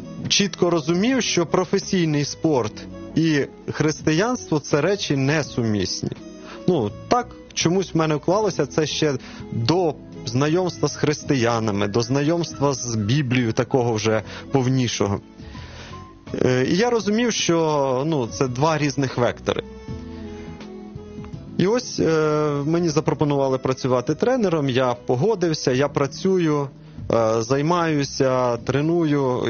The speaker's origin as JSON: {"language": "Ukrainian", "region": "Kyiv Oblast", "country": "Ukraine", "tie": "born or raised there"}